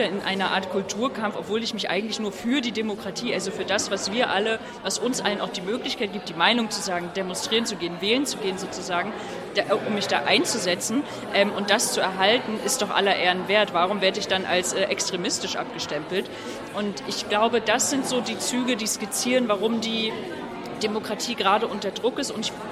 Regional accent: Germany

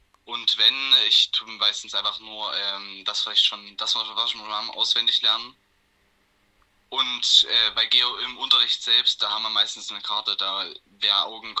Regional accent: Saxony, Germany; Ich komme aus Kransthal, Deutschland.

